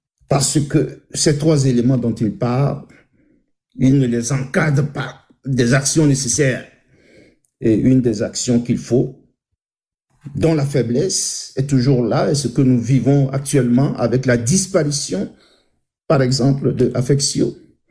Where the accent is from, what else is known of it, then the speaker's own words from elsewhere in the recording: Lomé, Maritime, Togo; born there; Je suis né à Lomé, à quelques mètres de la maison de Sylvanus Olympio. Je suis né à Lomé. Je parle Mina, je connais le Togo, je connais les gens.